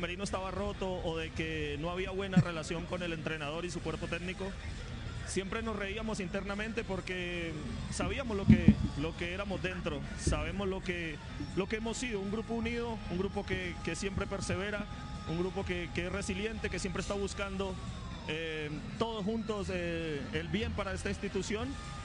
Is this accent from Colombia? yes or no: yes; Colombia; soy un colombiano más que aspira a estar ahí